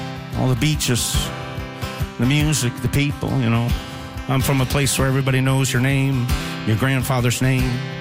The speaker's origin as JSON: {"language": "English", "town": "Mabou", "region": "Nova Scotia", "country": "Canada", "tie": "born or raised there", "said": "Growing up in Mabo, I've witnessed Celtic Colors many years."}